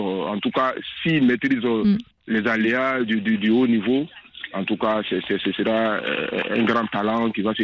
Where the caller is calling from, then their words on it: Abidjan, Côte d’Ivoire; on est ivoirien